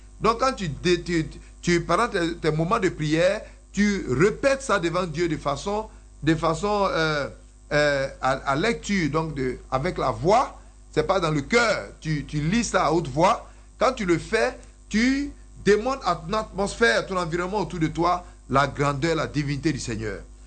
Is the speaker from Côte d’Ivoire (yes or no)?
yes; Côte d’Ivoire; moved away; comme on vient de la Côte d'Ivoire